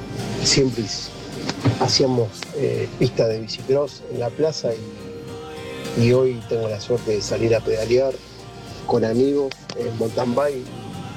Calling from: Arroyo Seco, Santa Fe, Argentina; Soy de Arroyo Seco

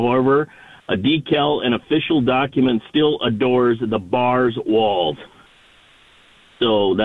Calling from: Bismarck, North Dakota, United States; I'm calling from Bismarck.

